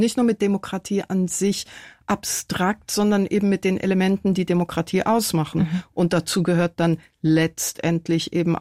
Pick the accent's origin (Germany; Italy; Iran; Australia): Iran; Die Männer in meiner Heimat, vor allen Dingen Männer im Iran, die den Iran regieren.